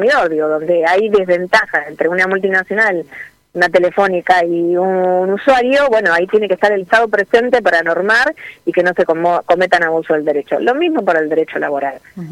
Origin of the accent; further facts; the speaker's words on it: Argentina; soy argentina